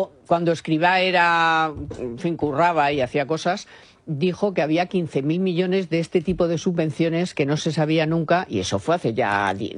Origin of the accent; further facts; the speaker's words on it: Miraflores de la Sierra, Community of Madrid, Spain; yo desde la plaza de mi pueblo, de Miraflores de la Sierra